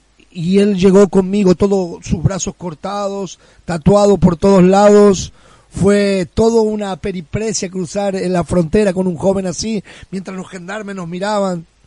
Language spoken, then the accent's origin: Spanish; La Ferrere, Buenos Aires Province, Argentina; Es una tremenda alegría y privilegio poder estar aquí desde Morón. Soy de La Ferrere, oriundo de La Ferrere